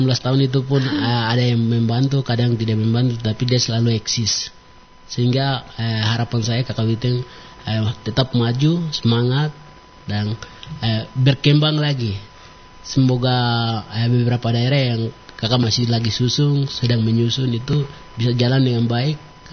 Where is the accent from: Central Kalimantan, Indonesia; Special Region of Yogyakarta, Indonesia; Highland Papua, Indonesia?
Highland Papua, Indonesia; Baliem Valley; first language Nayak (Dani); saya anak Lemba asli. Dari JJS ini.